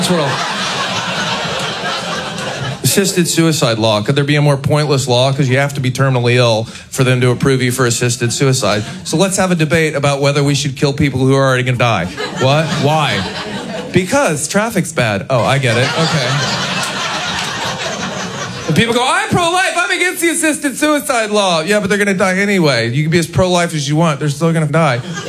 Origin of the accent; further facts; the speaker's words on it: Austin, Texas, United States; I grew up in Austin.